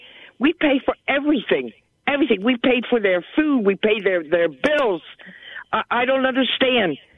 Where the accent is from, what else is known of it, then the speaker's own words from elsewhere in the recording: South Carolina, United States; I'm 77 years old, and I'm from South Carolina.